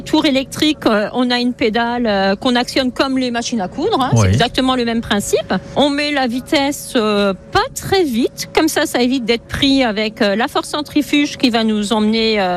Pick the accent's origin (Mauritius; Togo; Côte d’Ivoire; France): France; Grand Est; je suis originaire du côté de Saint-Avold